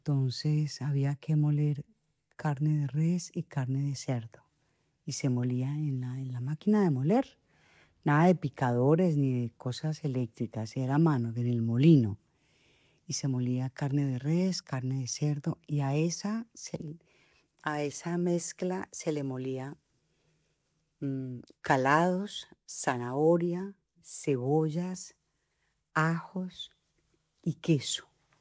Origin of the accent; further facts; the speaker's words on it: Manizales, Caldas, Colombia; Yo soy de una familia paisa, soy caldense de Manizales.